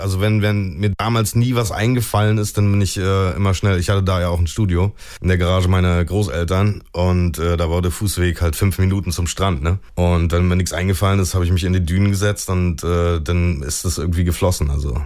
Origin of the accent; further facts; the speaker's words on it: Rostock, Mecklenburg-Vorpommern, Germany; born there; also born or lived in Berlin; Ich bin in Rostock geboren, also in Rostock geboren und eigentlich wäre ich in Prerow geboren, an der Küste, also Fischland, Darß-Zingst, in Prerow, aber da gab es kein Krankenhaus, deswegen bin ich in Rostock geboren.